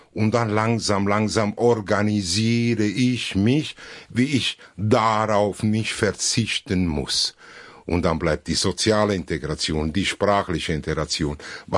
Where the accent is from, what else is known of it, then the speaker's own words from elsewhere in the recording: Italy; mich einfach besser in Deutschland und kriege die aus dieser Geschichte auch heraus, obwohl ich mich noch als Italiener fühlen darf.